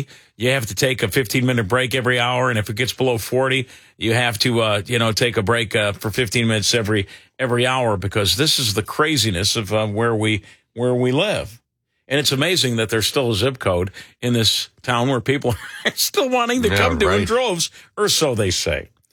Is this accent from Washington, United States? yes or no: no; Wisconsin, United States; growing up in the Wisconsin North Woods.